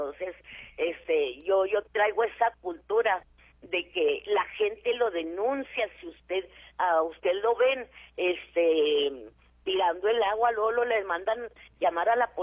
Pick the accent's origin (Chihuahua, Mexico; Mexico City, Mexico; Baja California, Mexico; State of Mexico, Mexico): Chihuahua, Mexico; born there; moved away; como nací en Chihuahua, tengo la cultura de barrer mi calle.